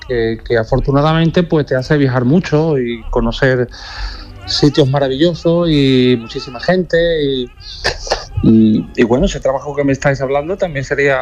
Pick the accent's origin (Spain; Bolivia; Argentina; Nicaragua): Spain; Jerez, Andalusia; Yo me siento, pues, orgulloso de mi tierra y puedo decir que este es el mejor sitio del mundo.